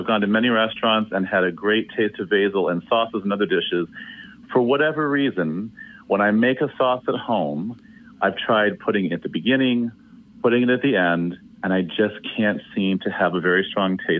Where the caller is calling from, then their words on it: Gilbert, Arizona, United States; I'm calling from Gilbert, Arizona.